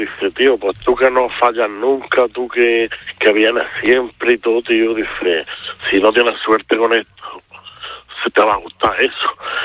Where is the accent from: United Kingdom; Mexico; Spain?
Spain; Granada, Andalusia; Yo, granaíno.